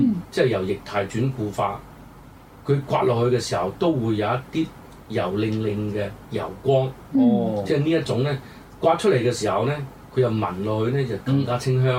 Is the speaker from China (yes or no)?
yes; Guangdong, China; 陳皮嘅話咧，亦都係我哋廣東人嘅。